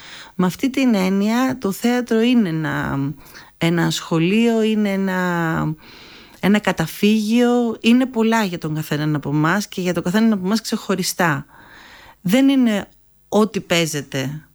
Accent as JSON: {"language": "Greek", "country": "Greece", "said": "ακριβώς επειδή είμαστε Έλληνες"}